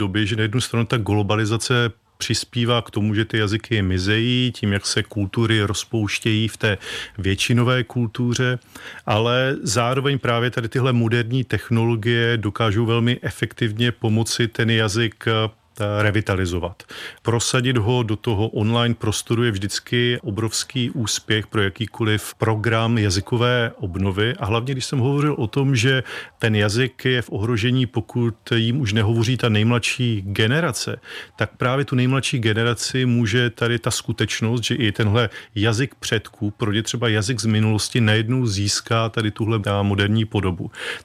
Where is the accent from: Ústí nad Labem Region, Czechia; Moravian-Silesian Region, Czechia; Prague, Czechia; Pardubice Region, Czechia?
Moravian-Silesian Region, Czechia; Opava; já pocházím ze Slezska, z Opavy, pracuji v Ostravě, takže to je taková, řekněme, příhraniční oblast, kde máme mluvčí polštiny, slovenštiny, máme tady významnou ukrajinskou komunitu